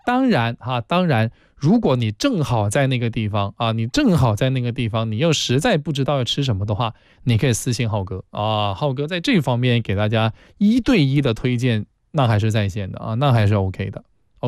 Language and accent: Cantonese; Guangzhou, Guangdong, China; 我个人作为老广，我一开始是不适应的，说实话，我一开始是不适应的啊。但是就是。但是这个云浮应该和我们广州是有点类似